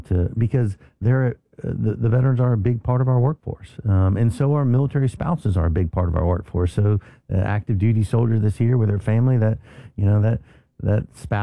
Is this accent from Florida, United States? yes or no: yes; Florida, United States; moved away